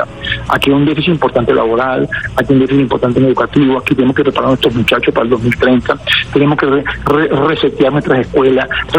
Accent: Ciudad Guayana, Bolívar, Venezuela; also born or lived in New York / San Félix; Yo llegué ahí con un año nacido a San Félix y después me mudé para Ciudad Guayana. Yo viví todo el crecimiento que han hecho.

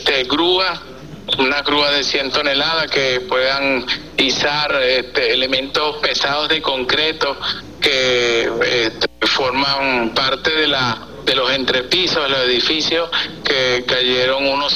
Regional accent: Venezuela; que nosotros podamos superar como venezolanos todas estas circunstancias que se nos ha presentado ante este evento natural

